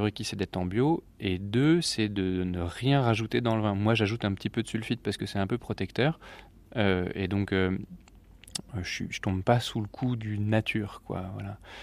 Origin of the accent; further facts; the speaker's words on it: Normandy, France; Ça, je suis normand.